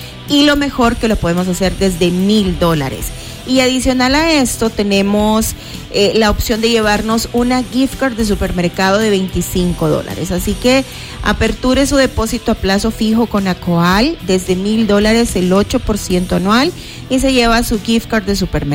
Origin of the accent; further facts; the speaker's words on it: Nueva Concepción, Chalatenango, El Salvador; los desfiles de Nueva Concepción, de Chalatenango, de donde yo soy